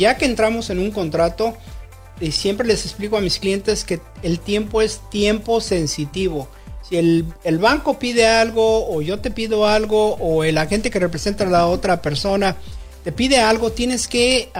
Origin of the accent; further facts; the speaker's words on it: Mexico City, Mexico; moved away; yo soy de una ciudad, dicen que soy chilango, pero yo no sé.